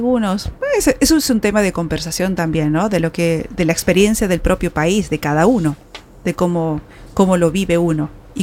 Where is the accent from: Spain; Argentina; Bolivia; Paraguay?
Argentina; Yo soy de Argentina, por eso levanto la mano, pero dijo yo.